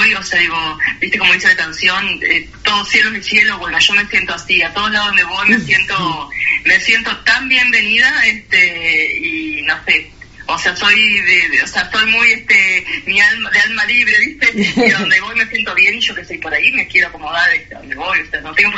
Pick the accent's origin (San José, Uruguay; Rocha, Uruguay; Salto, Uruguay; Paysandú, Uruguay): San José, Uruguay; also born or lived in Montevideo; Yo soy nacida en Montevideo, me crié un poco en San José, o sea, mi familia, o sea, yo, mis abuelos, mis tíos, todos en San José